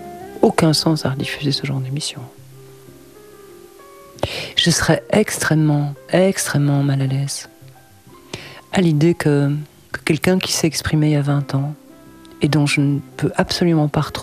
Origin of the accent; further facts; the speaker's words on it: Belgium; chez nous en Belgique